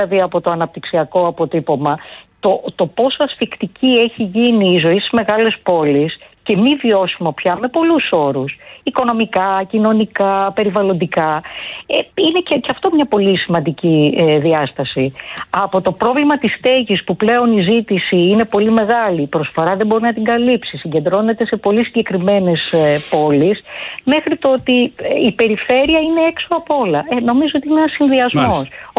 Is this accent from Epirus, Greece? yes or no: yes; Arta, Epirus, Greece; now in Athens, Greece; Είμαι από την Ήπειρο, ναι, από την Άρτα.